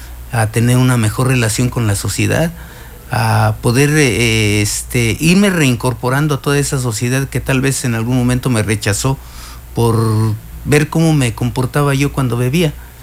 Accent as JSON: {"language": "Spanish", "region": "Mexico City", "country": "Mexico", "said": "Estuve a punto de morir allá en la Ciudad de México. Yo vengo de la Ciudad de México"}